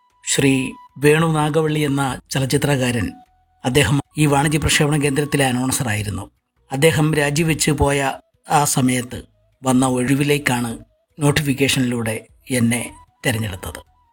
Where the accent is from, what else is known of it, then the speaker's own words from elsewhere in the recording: Aryankavu, Kerala, India; born there; accent: Kollam slang; also born or lived in Chempur, Kattakada, Thiruvananthapuram; അല്ലെങ്കിൽ തിരുവനന്തപുരത്തിൻ്റെ സംഭാഷണ ശൈലി എന്നിൽ നിന്ന് അകന്നുപോയി. 7 വയസ്സുമുതൽ ഞാൻ പഠിച്ച സ്ഥലം കൊല്ലം ജില്ലയായതുകൊണ്ട് കൊല്ലത്തിൻ്റെ ഒരു സ്ലാങ്ങാണ് അല്ലെങ്കിൽ കൊല്ലത്തിൻ്റെ ഒരു ഭാഷ പ്രയോഗ രീതിയാണ് എൻ്റെ പ്രയോഗത്തിലൊക്കെ കടന്നുകൂടിയത്